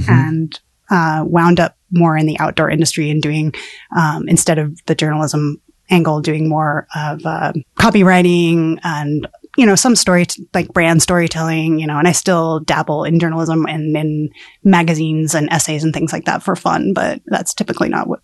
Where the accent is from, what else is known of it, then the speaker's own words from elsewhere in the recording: Colorado, United States; I hail from Colorado originally